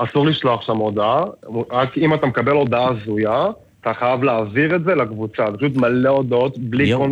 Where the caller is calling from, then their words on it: Petah Tikva, Central District, Israel; אני מפתח תקווה, אני בן 24.